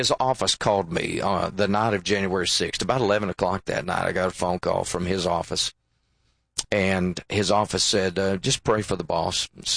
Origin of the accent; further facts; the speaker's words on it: Tennessee, United States; And there was a Democrat congressional member from Tennessee, my home state, the only Democrat congressional member we had at the time